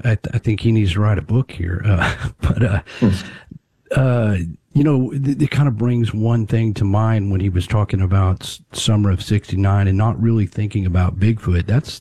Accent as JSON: {"language": "English", "town": "Fort Worth", "region": "Texas", "country": "United States", "tie": "born there", "said": "I was born in Fort Worth, so that's this is kind of a hometown monster for me."}